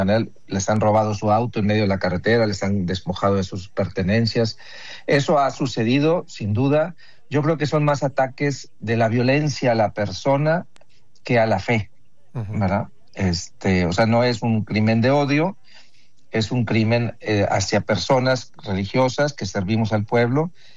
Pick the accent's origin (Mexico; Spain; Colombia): Mexico; nosotros también somos mexicanos, ¿no? Sí. Somos mexicanos sirviendo al pueblo de México.